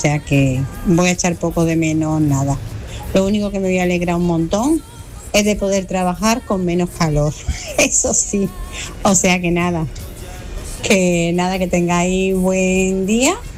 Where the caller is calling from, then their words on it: Malaga, Andalusia, Spain; Hola, buenos días. … de Málaga.